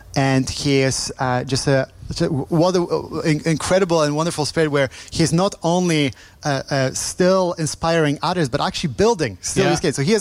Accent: Poland

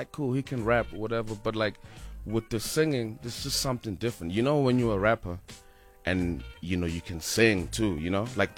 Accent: Mpumalanga, South Africa; first language Sepedi; English is a second language; I'm actually from Denelton and Mpumalanga

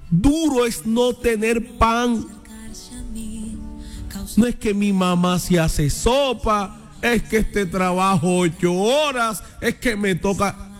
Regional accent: Arjona, Bolívar, Colombia; Como yo soy de Arjona Bolívar

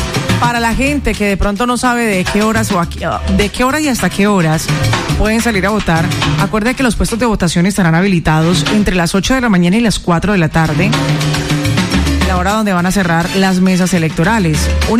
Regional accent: Colombia; como cualquier ser humano y como cualquier colombiano

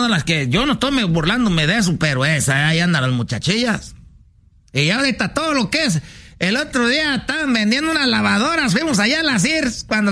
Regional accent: Michoacán, Mexico; como somos allá de Michoacán, andamos allá para donde está esto de la mariposa monarca

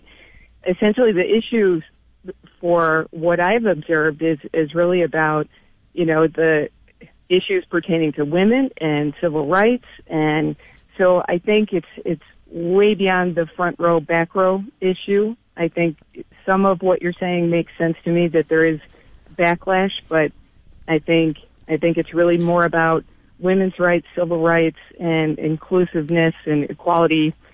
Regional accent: New York, United States; moved away as an adult; now in Rochester, United States; I grew up in the Southern Tier, moved to Rochester to go to school

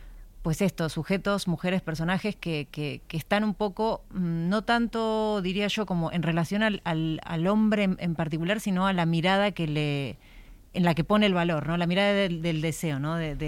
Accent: Argentina; Yo soy argentina y escribo cuento. así le decimos.

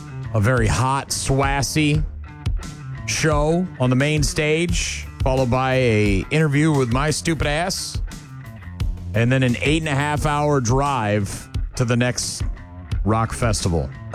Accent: New Hampshire, United States; now in Wisconsin, United States; So I grew up in New England, right? In New Hampshire, where there's a huge French Canadian population.

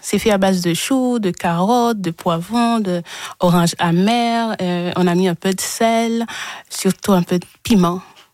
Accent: Haiti; Chez nous, en Haïti

